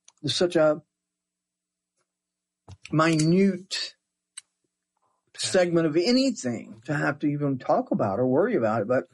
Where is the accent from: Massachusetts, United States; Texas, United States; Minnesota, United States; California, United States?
Texas, United States; as a Texan, as an LGBTQ person.